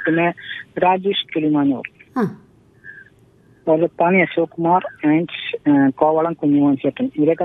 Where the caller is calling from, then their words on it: Chittanda, Kerala, India; ഞാൻ വിളിക്കുന്നത് തൃശ്ശൂരിൽ നിന്നാണ്. തൃശ്ശൂരിൽ നിന്ന് ചിറ്റണ്ട എന്ന് പറഞ്ഞു. പിന്നെ ഞാൻ ജോലി കൊണ്ട് ഗുരുവായൂരടുത്ത് കണ്ടാണ്.